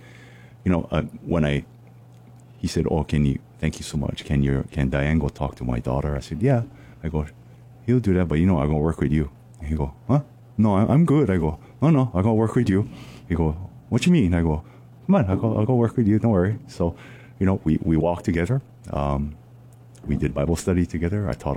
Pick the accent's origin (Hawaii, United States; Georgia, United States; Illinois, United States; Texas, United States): Hawaii, United States; Kailua; growing up in Kailua